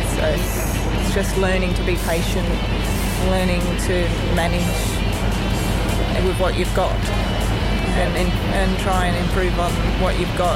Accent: Western Australia, Australia; born there; now in Tennant Creek, Australia; I was born in Northcliff or Pemberton area in West Australia, which is really farming country and carry territory country.

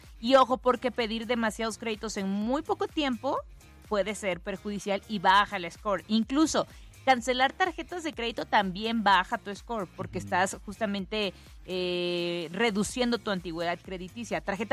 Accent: Mexico

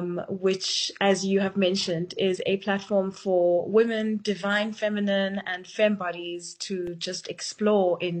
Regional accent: South Africa; being somebody of my age, being a South African.

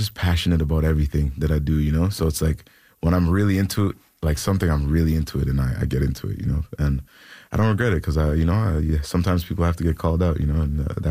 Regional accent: Canada; also born or lived in Jamaica; I'm just proud to be Canadian. I was born in Jamaica. I came here and, just growing up in Canada, growing up with how the culture is out here

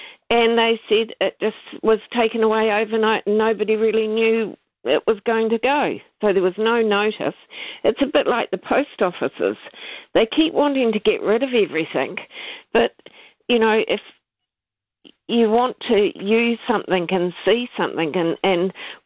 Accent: Scotland, United Kingdom; because of me being Scottish, they've given me jokes

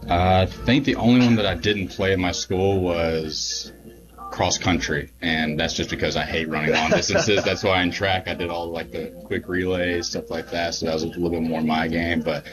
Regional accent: Rusk, Texas, United States; moved away as an adult; it's my hometown.

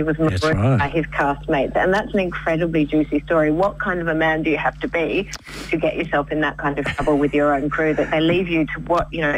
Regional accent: Tasmania, Australia; I grew up on Lutruwita, Tasmania.

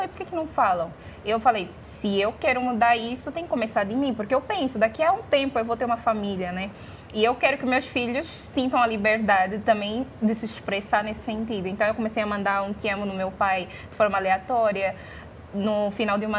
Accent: Angola; now in Brazil; Eu venho de uma cultura, eu sou africana, eu venho de uma cultura totalmente diferente.

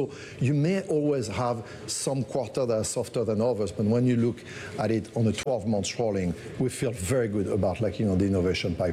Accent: France; accent: French; also born or lived in United States; I was born in the U.S. despite my French accent

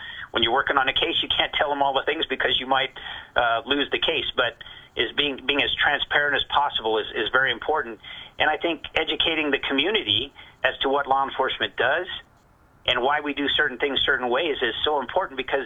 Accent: New Mexico, United States; I was born and raised here in Doñana County.

